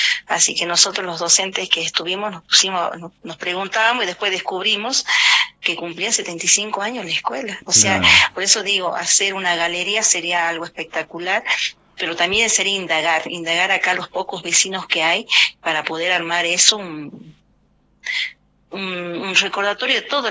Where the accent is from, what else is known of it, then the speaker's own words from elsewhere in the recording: Palpalá, Jujuy, Argentina; Yo soy de Pálpalá, del departamento Pálpalá.